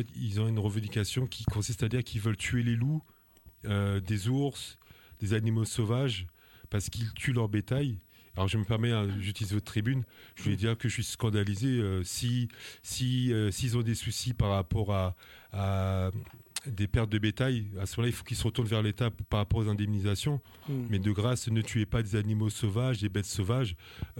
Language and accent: French; France; born there; also born or lived in Guadeloupe; je suis un Guadeloupéen, je suis né en France. Donc, je suis né en France avec les valeurs liberté, égalité, fraternité. Je suis d'origine guadeloupéenne avec les valeurs de solidarité, d'humanisme.